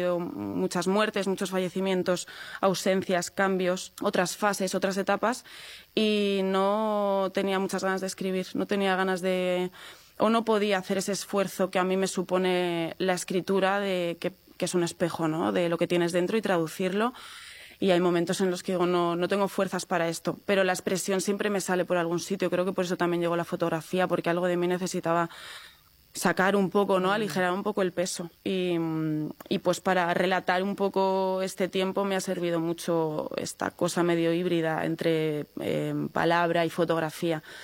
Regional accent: Segovia, Castile and León, Spain; yo soy muy, muy del interior, yo soy muy castellana, muy segoviana

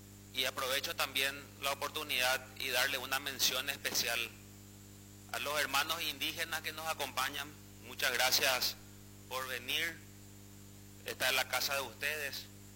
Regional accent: Paraguay; nosotros como paraguayos

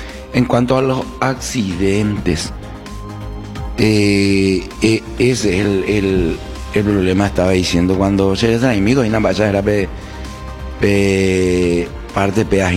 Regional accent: Paraguay; como paraguayo, como ciudadano de esta República de Yaycuay

